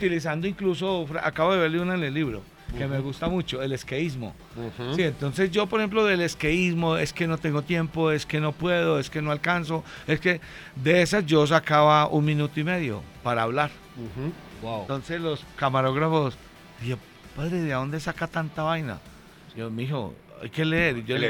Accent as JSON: {"language": "Spanish", "town": "Concordia", "region": "Antioquia", "country": "Colombia", "said": "Concordia, a mi pueblo, en el suroeste antioqueño."}